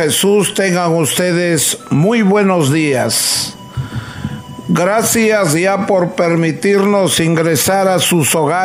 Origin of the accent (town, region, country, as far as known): northern Peru, Peru